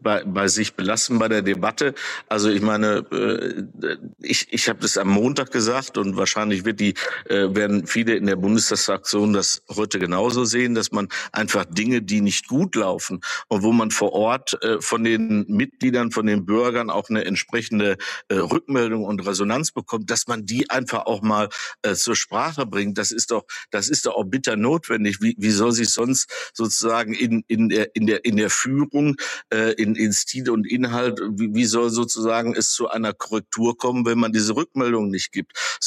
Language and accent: German; North Rhine-Westphalia, Germany; in meiner Heimat in Nordrhein-Westfalen